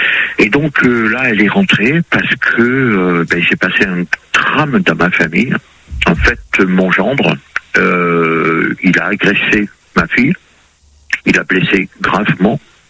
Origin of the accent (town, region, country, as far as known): Réunion; born or raised there; now in France